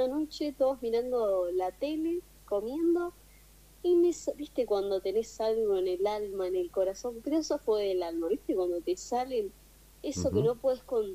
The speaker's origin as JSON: {"language": "Spanish", "town": "José C. Paz", "region": "Buenos Aires Province", "country": "Argentina", "said": "yo soy de Buenos Aires, la localidad de José C. Paz."}